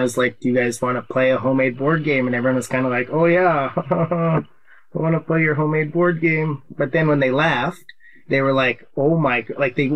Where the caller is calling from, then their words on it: Saskatoon, Saskatchewan, Canada; I'm calling from Saskatoon, Saskatchewan, Canada.